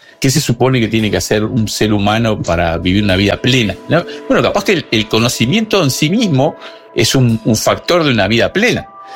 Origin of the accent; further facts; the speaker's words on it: Uruguay; te hablo de Uruguay